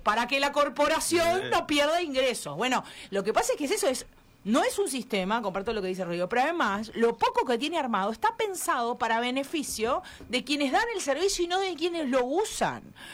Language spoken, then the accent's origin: Spanish; Montevideo, Uruguay; Yo viví gran parte de mi vida, en mi adolescencia, en mi infancia, en Malvin y Punta Gorda.